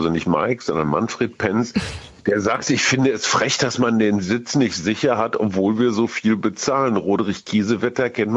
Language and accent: German; Germany; Wir fühlen uns ja schon auch ganz schön dufte als Deutsche.